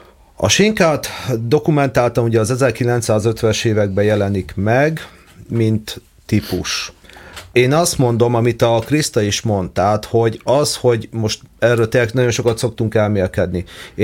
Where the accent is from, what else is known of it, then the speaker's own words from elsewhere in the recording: Hajdú-Bihar, Hungary; Én egyébként a Hortobágyon nőttem föl